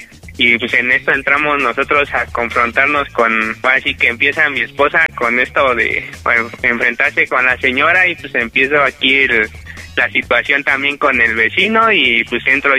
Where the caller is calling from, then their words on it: Temascalapa, State of Mexico, Mexico; Estamos en el municipio de Temascalapa, Estado de México, aquí en las orillas de Hidalgo